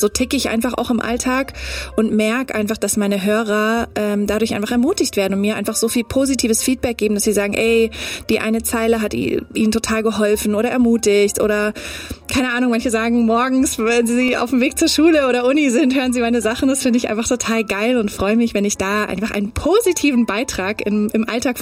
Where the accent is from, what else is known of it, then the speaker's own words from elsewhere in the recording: Germany; first language English; German is a second language; Also ich bin halb Amerikanerin. Ich bin zwar hier geboren und aufgewachsen, aber meine Mama ist Ami. Und ich habe selber eigentlich immer englische Musik gehört. Und meine Muttersprache ist Englisch.